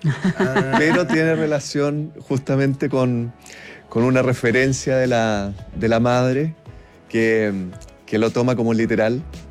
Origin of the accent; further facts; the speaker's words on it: Concepción, Biobío, Chile; Y bueno, y Consuelo, yo crecí viéndola. Soy de Concepción